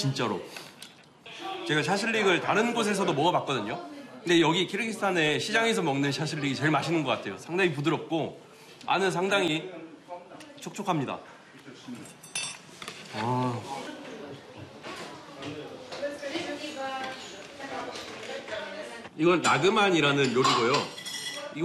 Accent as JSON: {"language": "Korean", "country": "South Korea", "said": "아, 저도 한국에서 왔어요."}